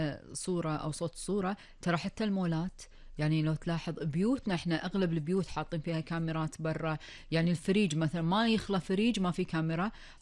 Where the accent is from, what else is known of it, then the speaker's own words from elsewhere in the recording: Kuwait; في ديرتنا الحبيبه الكويت